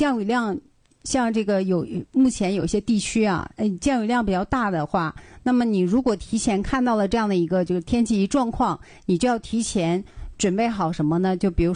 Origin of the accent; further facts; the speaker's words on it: Heilongjiang, China; moved away; 我记得我小时候那个时候我老家是黑龙江的，